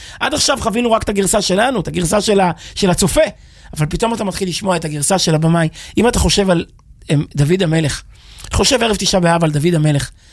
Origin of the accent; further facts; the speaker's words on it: Kfar Chabad, Central District, Israel; גדלנו בכפר חבד